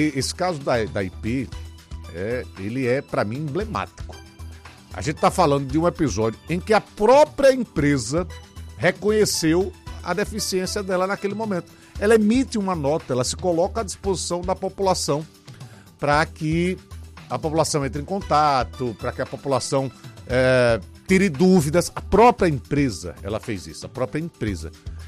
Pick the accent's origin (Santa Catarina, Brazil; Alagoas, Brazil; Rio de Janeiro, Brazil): Alagoas, Brazil; Maceió; Eu sou de Maceió